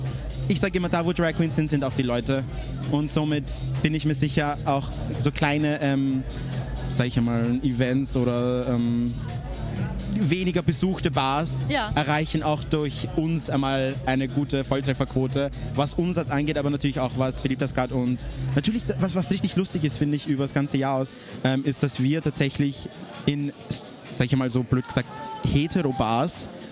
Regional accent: Lower Austria, Austria; Tatsächlich bin ich eher noch gemeldet in Niederösterreich

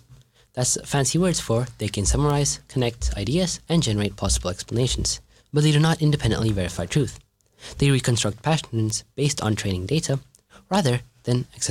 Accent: India; I'm from India and also 15.

